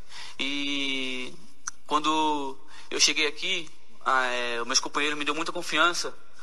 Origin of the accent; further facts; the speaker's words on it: Salvador, Bahia, Brazil; Eu sou nordestino, sou de Salvador, acompanho o Ceará desde novo